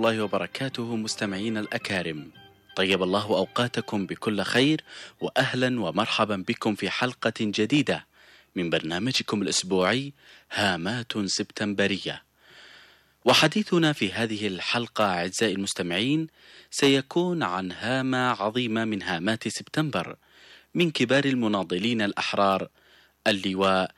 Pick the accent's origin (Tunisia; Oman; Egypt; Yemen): Yemen; في بلدنا اليمن